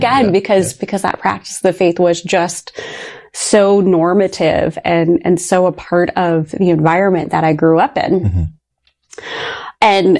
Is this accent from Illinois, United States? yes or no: no; Ohio, United States; So I grew up in a very rural part of Ohio. And my family, we were churchgoers. My grandfather on my dad's side was a Baptist minister who started three congregations.